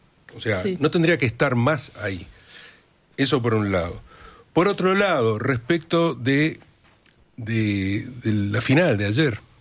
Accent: Uruguay; nuestro país

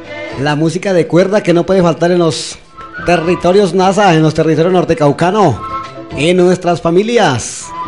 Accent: Jambaló, Cauca, Colombia; nuestro territorio de Jambaló

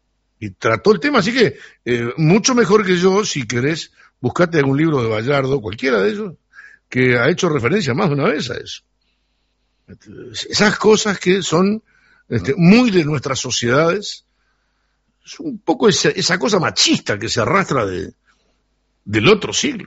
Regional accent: Uruguay; Yo soy uruguayo y lo reconozco.

